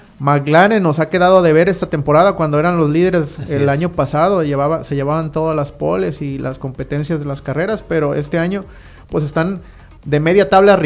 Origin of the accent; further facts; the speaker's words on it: Mexico; soy mexicano y apoyo a Checo